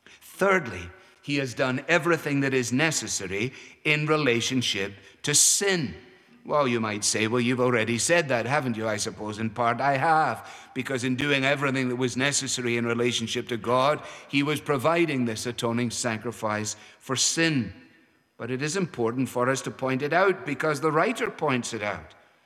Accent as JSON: {"language": "English", "region": "Scotland", "country": "United Kingdom", "said": "Even as a Scotsman"}